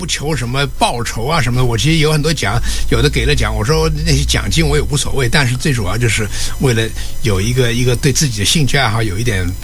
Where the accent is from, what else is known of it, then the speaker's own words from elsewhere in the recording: Shanghai, China; born there; 我是因为我是在上海的河滨大楼出生的，就是河滨的